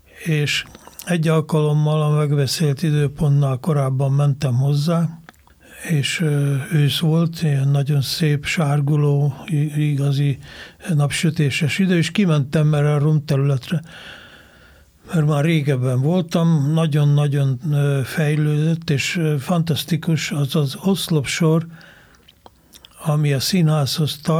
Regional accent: Székesfehérvár, Fejér, Hungary; Én meg székesfehérvári vagyok, tehát majdnem gyerekkori az ismertség, középiskolás.

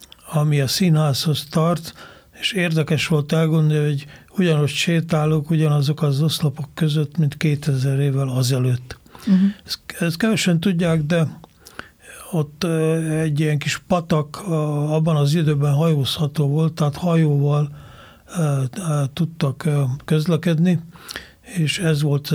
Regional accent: Székesfehérvár, Fejér, Hungary; Én meg székesfehérvári vagyok

